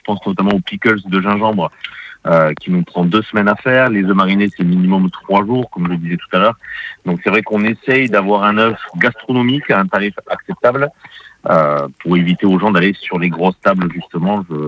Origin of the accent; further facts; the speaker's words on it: South-West France, France; moved away; moi, je suis originaire du Sud-Ouest.